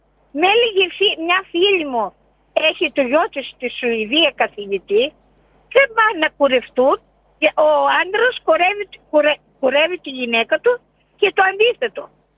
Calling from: Greece; Ότι εγώ είμαι από την Ελλάδα. Είμαστε στην Ελλάδα

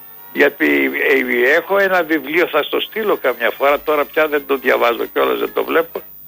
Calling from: Greece

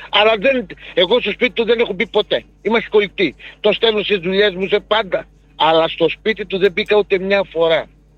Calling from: Komotini, Eastern Macedonia and Thrace, Greece; Εγώ είμαι από Κομωτινή.

